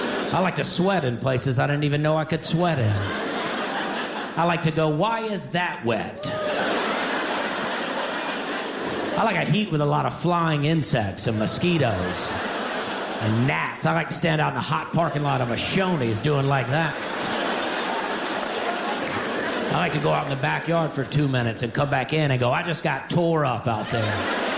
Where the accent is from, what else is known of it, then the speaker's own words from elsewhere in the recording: the South, United States; I've always lived in the South. I like being in the South.